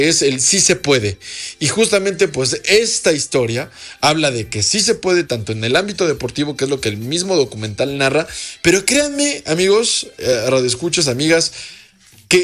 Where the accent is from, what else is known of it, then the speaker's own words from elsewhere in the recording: Mexico; Yes, I can, soy mexicano y sí puedo, ¿no?